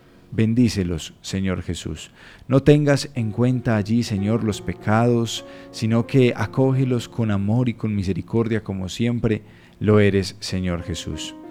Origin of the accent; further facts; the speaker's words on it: Colombia; born there; cómo no quererte, cómo no amarte, mi amada Colombia, si nací aquí, si nací en mi terruño, si nací en mi país